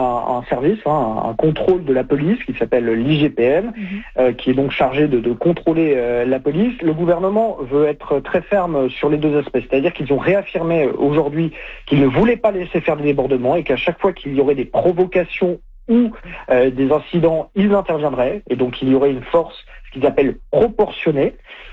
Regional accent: France; chez nous, en France

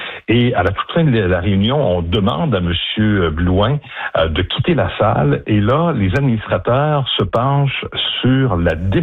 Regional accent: Quebec, Canada; Et au Saguenay-Lac-Saint-Jean, ben, tu sais comment on est, tu sais, on est des Gaulois.

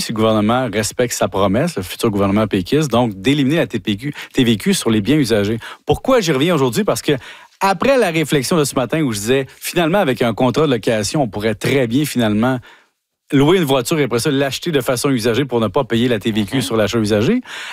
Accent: Quebec, Canada; moi je viens d'Halifield

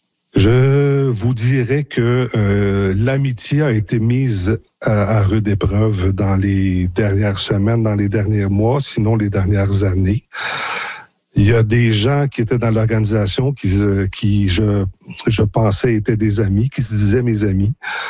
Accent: Saint-Léon-le-Grand, Quebec, Canada; Je m'étais construit la maison de rêve pour chez nous à Saint-Léon-le-Grand pour vieillir ici parce que c'était mon but dans la vie de vieillir chez nous.

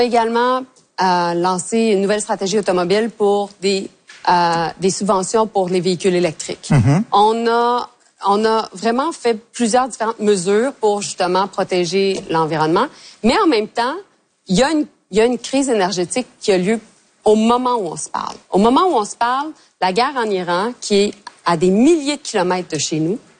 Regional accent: Montreal, Quebec, Canada; Moi, je suis montréalaise, là.

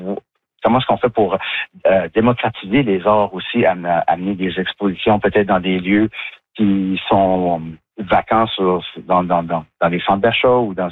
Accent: Acadia, Canada; on est acadien ici, on est francophone.

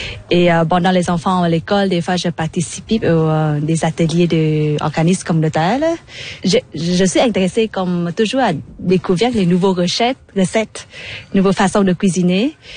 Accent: Vietnam; French is a second language; Je viens de Vietnam.

